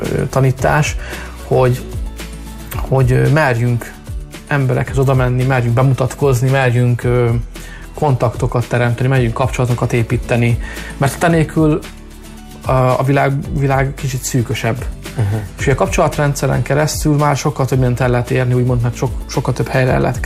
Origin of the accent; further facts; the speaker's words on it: Hungary; én roma származású vagyok, attól még én ugyanúgy magyar vagyok, ugyanúgy szeretem a hazámat